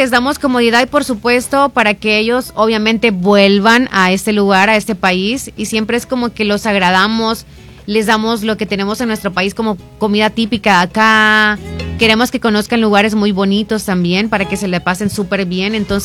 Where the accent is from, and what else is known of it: El Salvador